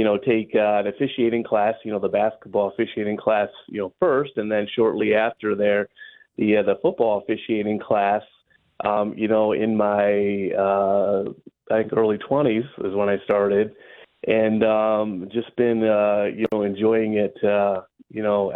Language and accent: English; Norwalk, Ohio, United States; So I grew up in Norwalk, Huron County. Call myself a Norwalkian, but also a Huron Countyan. But just a local guy that grew up playing a lot of different sports.